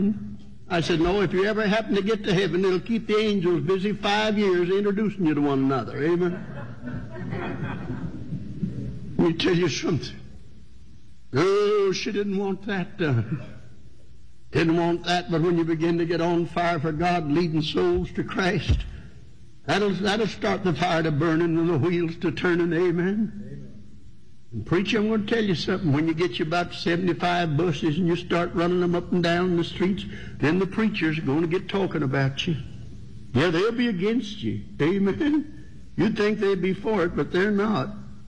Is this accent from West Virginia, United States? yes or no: yes; Huntington, West Virginia, United States; moved away; I was just in Huntington, West Virginia, and closed last Sunday. That's my hometown.